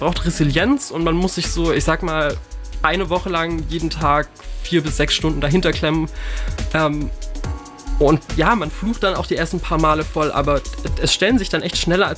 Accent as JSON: {"language": "German", "town": "Cologne", "region": "North Rhine-Westphalia", "country": "Germany", "said": "Ich komme aus Köln."}